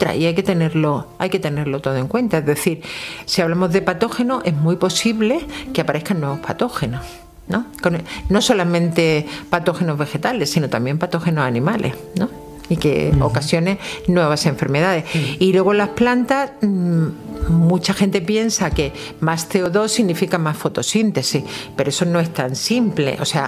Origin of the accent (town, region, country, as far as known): Melilla, Spain; now in Granada, Spain